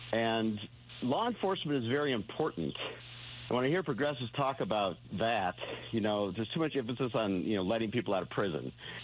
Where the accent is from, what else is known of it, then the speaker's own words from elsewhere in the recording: Chicago, Illinois, United States; I grew up in Chicagoland.